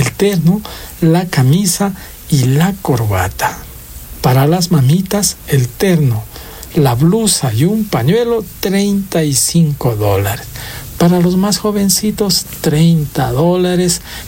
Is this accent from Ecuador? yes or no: yes; Ecuador